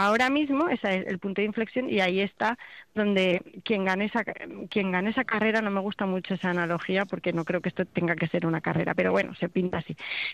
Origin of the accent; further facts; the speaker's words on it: Extremadura, Spain; sí, porque es que como ya os digo que soy extremeña, yo quiero aprovechar para ir a Montijo a Don Benito